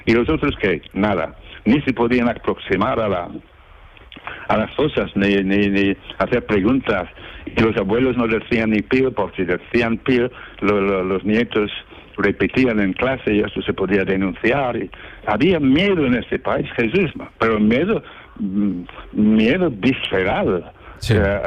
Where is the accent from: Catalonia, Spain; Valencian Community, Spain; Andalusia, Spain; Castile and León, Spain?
Andalusia, Spain; porque somos andaluces, Lorca es andaluz y universal.